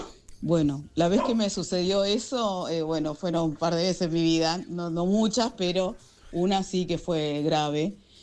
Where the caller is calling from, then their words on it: Santa Clara, Argentina; vivo en Santa Clara.